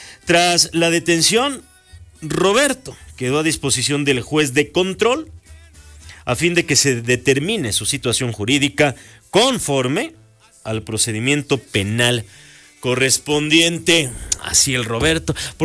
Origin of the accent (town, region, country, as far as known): Mexico